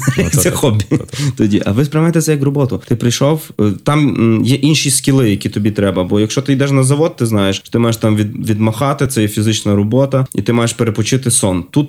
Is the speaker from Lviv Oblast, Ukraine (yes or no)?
yes; Lviv, Lviv Oblast, Ukraine; Я сам з Львова.